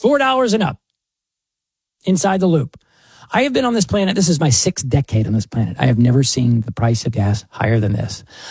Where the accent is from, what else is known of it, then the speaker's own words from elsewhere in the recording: Dallas, Texas, United States; It was on CBS, probably, I don't know, where I grew up in Dallas.